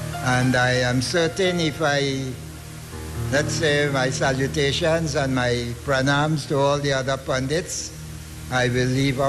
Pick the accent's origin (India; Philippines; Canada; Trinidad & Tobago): Trinidad & Tobago; born there; But I am a Trinidadian. I was born here